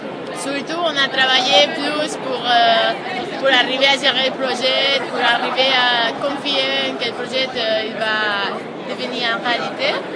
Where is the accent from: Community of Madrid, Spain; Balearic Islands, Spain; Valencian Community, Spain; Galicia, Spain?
Balearic Islands, Spain; Majorca; French is a second language; moved away as an adult; now in France; Je suis espagnole, de Majorque.